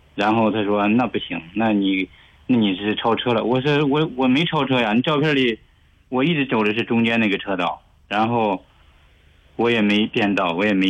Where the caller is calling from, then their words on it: Anyang, Henan, China; 我是河南安阳的。